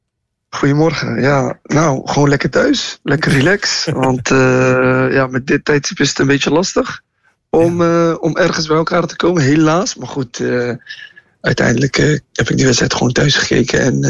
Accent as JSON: {"language": "Dutch", "country": "Morocco", "said": "mijn roots ligt in Marokko. Ik ben een trotse Marokkaan."}